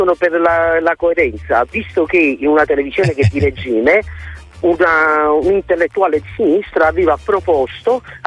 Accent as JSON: {"language": "Italian", "town": "Naples", "region": "Campania", "country": "Italy", "lives_now": "Germany", "said": "però io vivo in una piccola cittadina alle porte di Francoforte, a mezz'ora, o perché vuoi solo che sono napoletano, quindi ho un modo diverso."}